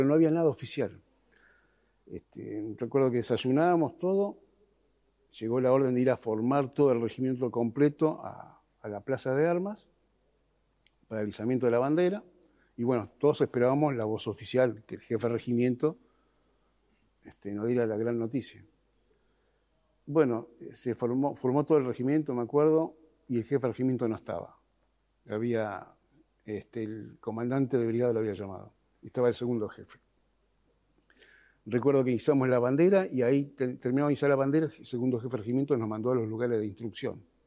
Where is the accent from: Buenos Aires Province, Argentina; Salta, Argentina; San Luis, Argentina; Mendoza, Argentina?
Buenos Aires Province, Argentina; Temperley; also born or lived in Avellaneda; yo toda mi infancia la pasé en Temperley. Nací en la Avellaneda, en el Hospital Fiorito. Mi abuelo fue alemán